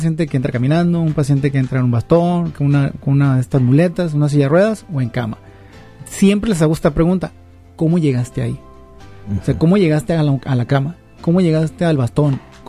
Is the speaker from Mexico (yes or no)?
yes; Mexico; Me empieza a doler el pecho, ahorita se me va a quitar, como buen mexicano, me tomo un paracetamol